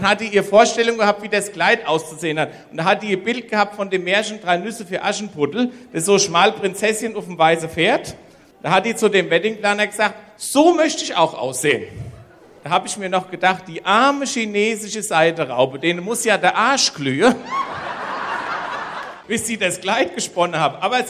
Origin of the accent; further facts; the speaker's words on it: Hesse, Germany; Wir haben ja noch Hausgeburten bei uns in Oberhessen. Ich komme jetzt wirklich auch aus Oberhessen.